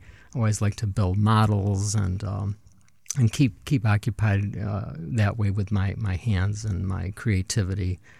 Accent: Detroit, Michigan, United States; Well, I grew up in suburban Detroit, about halfway between Detroit and Ann Arbor.

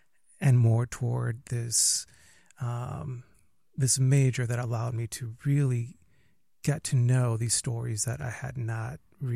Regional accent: West Chicago, Illinois, United States; So I grew up in a suburb 30 minutes outside of Chicago, so here in Illinois. And growing up in this particular suburb, the name is West Chicago, not very original, but still. Growing up in West Chicago at the time that I did was very interesting because it was very much in a transitional phase

